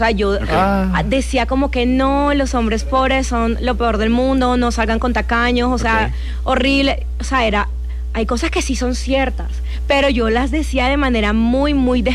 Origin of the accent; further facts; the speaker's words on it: Barranquilla, Atlántico, Colombia; also born or lived in La Guajira; Yo soy de toda la costa. Yo nací en La Guajira, por allá cerca de Punta Gallina, y me terminé de criar en Barranquilla.